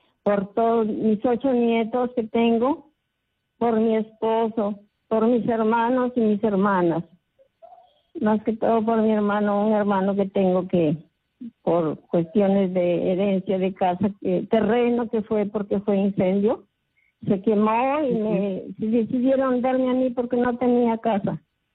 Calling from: Paita, Piura, Peru; De Paita, hermanita.

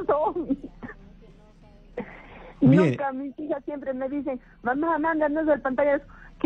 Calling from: Arequipa, Peru; No soy de Puno, soy arequipeña, pero estoy como transeúnte por mi salud.

